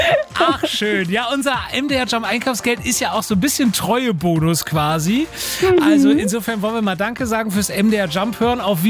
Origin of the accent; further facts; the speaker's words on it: Taucha, Saxony, Germany; ich komme ja aus Tauchal, da muss ich ständig durch Leipzig-Engelsdorf